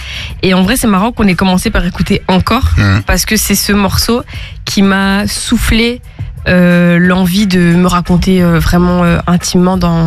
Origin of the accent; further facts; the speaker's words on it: Molenbeek-Saint-Jean, Brussels-Capital Region, Belgium; Je suis née à Molenbeek, j'ai grandi là jusqu'à mes 12 ans. Après, je suis partie dans une petite ville à côté de Bruxelles et puis je suis revenue à Bruxelles à mes 18 ans. Donc, quand même bien bruxelloise dans l'âme.